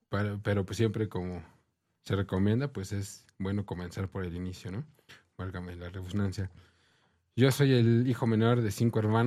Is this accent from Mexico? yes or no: yes; Hidalgo, Mexico; also born or lived in Tijuana; Y aunque nuestros padres son de Hidalgo, algunos de nosotros nacimos en Tijuana, pero eso nomás fue el nacimiento. Ha sido acá en Hidalgo donde hemos venido brotando y echando raíz.